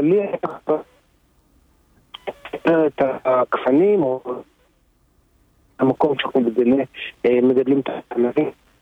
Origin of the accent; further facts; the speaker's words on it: Jerusalem District, Israel; born there; moved away as an adult; now in Kanaf, Golan Heights; נולדתי באזור אולי ירושלים במושב המנדה, אבל מגיל קטן מיטה א', פחות או יותר. בשנת 88 עלינו לגולן